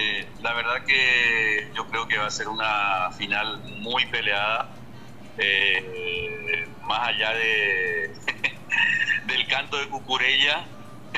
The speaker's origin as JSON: {"language": "Spanish", "country": "Paraguay", "said": "como paraguayo me desagradó la actitud de Mbappé."}